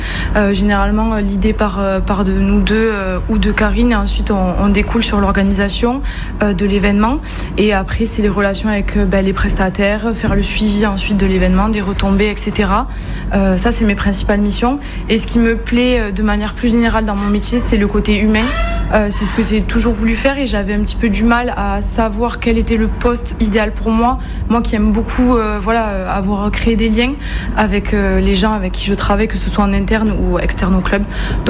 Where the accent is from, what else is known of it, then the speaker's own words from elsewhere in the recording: Occitanie, France; born there; Je suis née dans le Tarn, donc terre de rugby, plutôt rugby à 15.